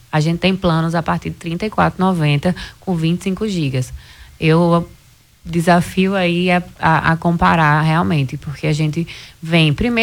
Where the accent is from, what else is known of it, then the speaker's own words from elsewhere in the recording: Natal, Rio Grande do Norte, Brazil; Eu sou de Natal, né?